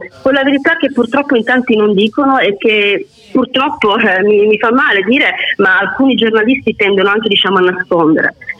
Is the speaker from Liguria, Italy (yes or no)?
no; Sicily, Italy; voglio debuttare con qualcosa che racconta la mia terra e chi meglio di una siciliana può raccontare la nostra terra